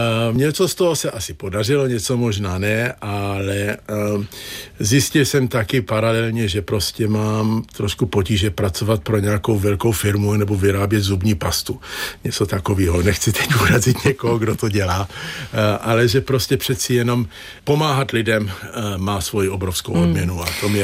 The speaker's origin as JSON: {"language": "Czech", "country": "India", "tie": "born or raised there", "also_born_or_lived": "United States", "moved": "yes", "said": "No, když jsem byl malý, tak jsem vyrůstal v Indii"}